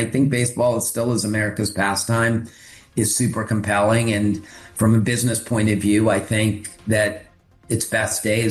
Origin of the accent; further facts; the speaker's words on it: Maryland, United States; We didn't have a team in DC, and I grew up in Maryland. So I love the Orioles.